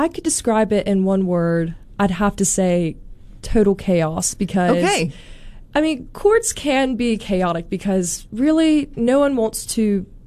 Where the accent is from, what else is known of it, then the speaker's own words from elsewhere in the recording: South Carolina, United States; moved away as an adult; also born or lived in Mississippi; now in Memphis, United States; I'm from South Carolina